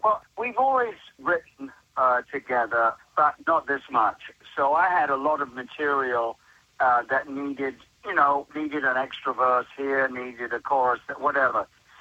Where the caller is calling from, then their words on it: Nashville, Tennessee, United States; No, I live in Nashville, so...